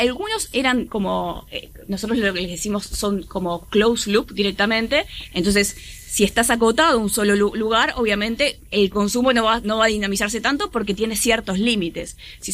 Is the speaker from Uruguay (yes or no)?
yes; Uruguay; como uruguaya orgullosa que soy